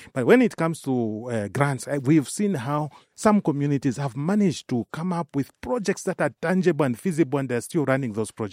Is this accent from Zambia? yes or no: yes; Lusaka, Lusaka Province, Zambia; I was born in Kamwala.